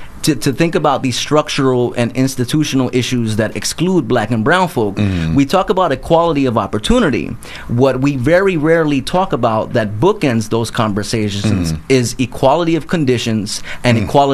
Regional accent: New Jersey, United States; so I grew up in New Jersey. I'm a disabled Puerto Rican kid.

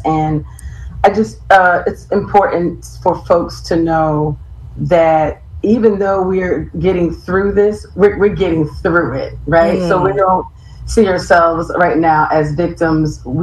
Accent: Philadelphia, Pennsylvania, United States; I'm from Philly.

